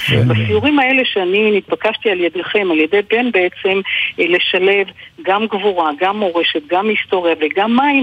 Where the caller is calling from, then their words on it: Northern District, Israel; עכשיו אני מגיעה לגליל העליון, שזה המגרש הביתי.